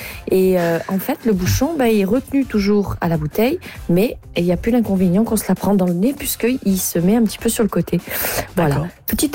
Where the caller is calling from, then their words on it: Saint-Julien-le-Montagnier, Provence-Alpes-Côte d'Azur, France; j'appelle du Verdon.